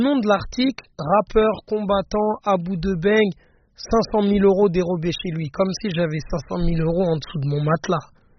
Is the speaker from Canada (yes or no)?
no; Paris, Île-de-France, France; moved away as an adult; now in Dubai, United Arab Emirates; Mais je ne pense pas finir mes jours à Dubaï. Je suis un vrai Parisien. Je me sens totalement Parisien.